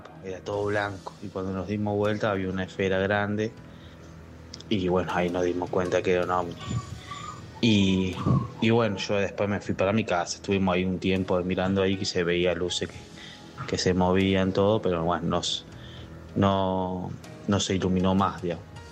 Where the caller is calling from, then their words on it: Chivilcoy, Buenos Aires Province, Argentina; soy de Chivilcoy.